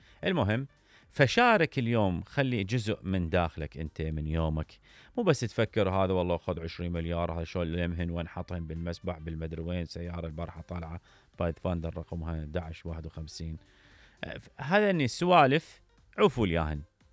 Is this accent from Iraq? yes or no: yes; Iraq; يعني هاي طبعا واحده من الاشياء اللي لازم كنا نحس بيها كنا كعراقيين